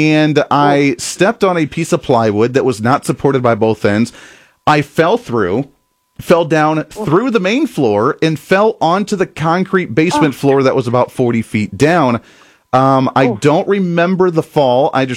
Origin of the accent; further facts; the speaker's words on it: Ohio, United States; We had a house fire when I was growing up in Ohio.